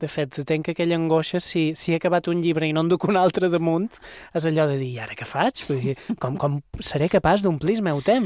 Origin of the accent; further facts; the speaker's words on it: Ses Salines, Balearic Islands, Spain; jo som de Set Salines, ella és de Santanyí, és lèxic, és pràcticament el mateix, fins i tot paraules que només se diuen en aquell radi de 25 quilòmetres